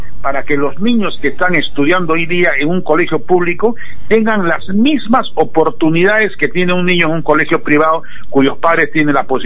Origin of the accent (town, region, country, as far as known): Peru